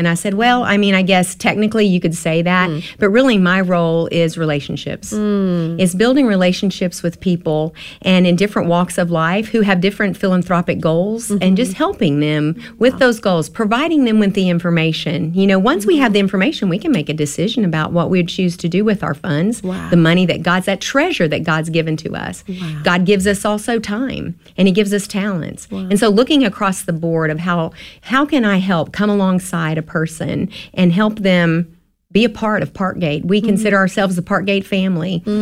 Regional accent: Oklahoma, United States; now in Tupelo, United States; I'm originally from Oklahoma, so and not a Mississippi person

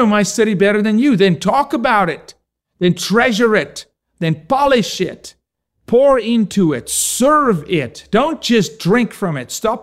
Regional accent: Omaha, Nebraska, United States; also born or lived in Paducah, Kentucky; Let me tell you when I was raised in Nebraska and Omaha or in Paducah, Kentucky.

